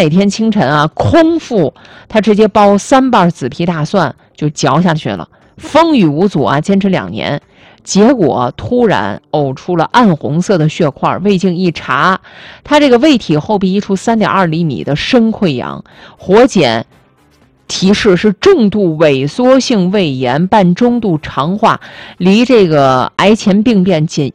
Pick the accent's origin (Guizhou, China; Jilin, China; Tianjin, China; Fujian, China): Tianjin, China; 咱们天津人